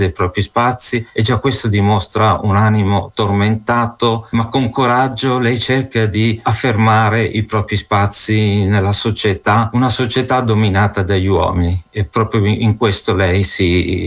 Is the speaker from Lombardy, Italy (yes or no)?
yes; Milan, Lombardy, Italy; also born or lived in Torre del Greco; Sono nato a Torre del Greco, ma ho sempre vissuto a Milano.